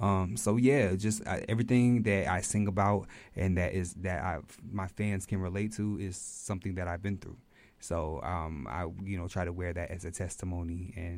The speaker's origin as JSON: {"language": "English", "town": "Houston", "region": "Texas", "country": "United States", "said": "I'm from Houston, Texas."}